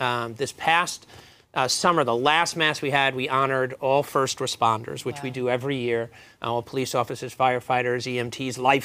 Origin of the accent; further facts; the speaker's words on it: Brooklyn, New York, United States; now in Long Island, United States; I was very familiar with growing up in Brooklyn. I was very familiar with Catholic Charities in the Diocese of Brooklyn. Coming out to Long Island